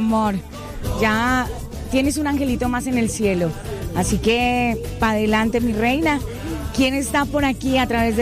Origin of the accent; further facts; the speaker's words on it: Colombia; Esos somos nosotros, los colombianos.